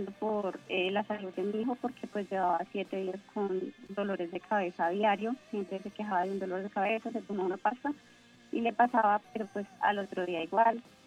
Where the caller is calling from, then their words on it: Soacha, Cundinamarca, Colombia; Estoy aquí desde Soacha.